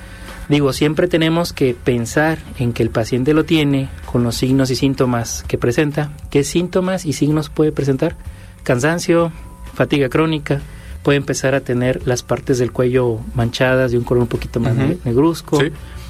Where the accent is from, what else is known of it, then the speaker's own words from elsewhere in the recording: Mexico; como mexicanos no tenemos una muy buena cultura de cómo alimentarnos